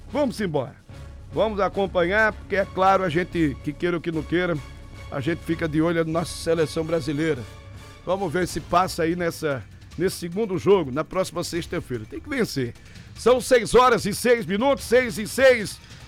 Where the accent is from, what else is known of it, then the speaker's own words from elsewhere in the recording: Brazil; A gente que é brasileiro.